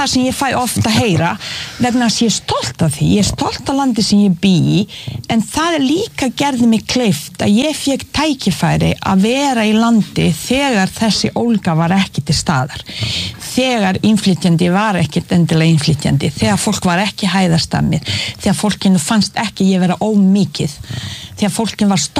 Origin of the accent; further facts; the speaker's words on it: Bosnia & Herzegovina; Icelandic is a second language; now in Iceland; Ég fæddi upp hann í Bosníu-Hertsegóvínu.